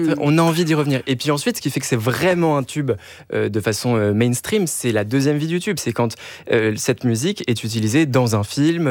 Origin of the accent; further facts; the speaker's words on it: Lille, Hauts-de-France, France; Par exemple, moi je viens de Lille, l'Opéra de Lille, je pouvais y aller pour 5 euros.